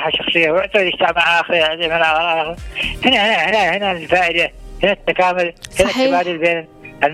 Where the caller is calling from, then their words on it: South Yemen, Yemen; كان عندنا في الجنوب عيد العلم.